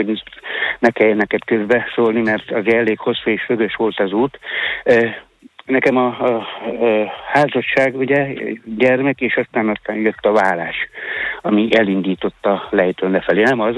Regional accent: Fót, Pest, Hungary; Ezt a Fóti gyermekvárosba nevelkedtem.

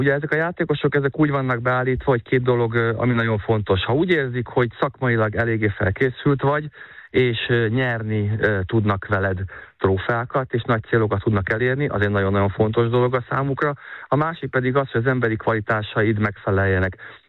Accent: Hungary; moved away; egy kis magyar gyerekként azért a magyar bajnokságból elindulva

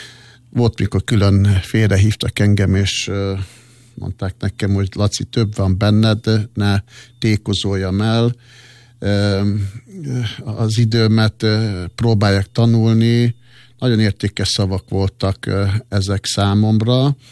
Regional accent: Budapest, Hungary; also born or lived in Ózd, Borsod; Aztán ugye felköltöztünk Budapestre, 18. kerületbe, Pestőrincre, egy családi házba. Hát annak is van egy külön sztoria, de most azt nem részletezném. Ugye nagy dolog volt, akkor időben egy cigány család felkötözik Budapestre

